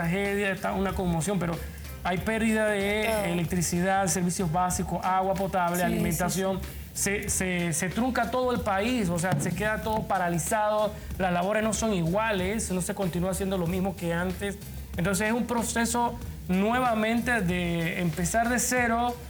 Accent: Panama

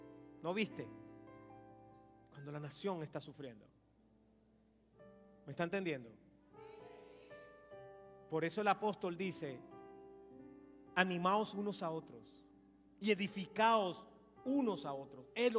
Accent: Colombia

